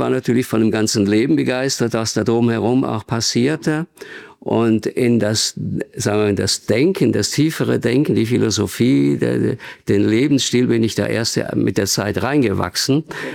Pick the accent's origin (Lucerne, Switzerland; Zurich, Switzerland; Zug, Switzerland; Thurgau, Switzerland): Zurich, Switzerland; Ja, ich bin ja in der Schweiz aufgewachsen, in der Nähe von Zürich.